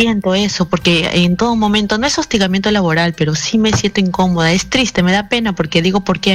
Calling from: Lima, Peru; de Los Olivos. Mi fecha de nacimiento es el 18 de enero del 97.

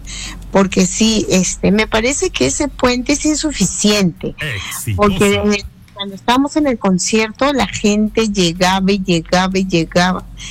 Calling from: Ventanilla, Callao, Peru; yo que vengo de Ventanilla

